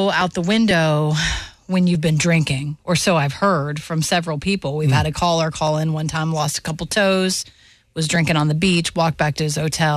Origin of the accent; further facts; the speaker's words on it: Georgia, United States; growing up in Georgia.